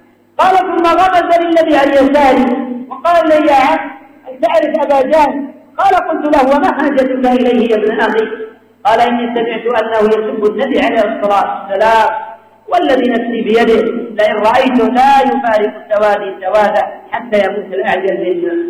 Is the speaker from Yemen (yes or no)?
yes; Yemen; اللهم احفظ بلادنا اليمن، اللهم احفظ بلادنا اليمن، اللهم احفظ بلادنا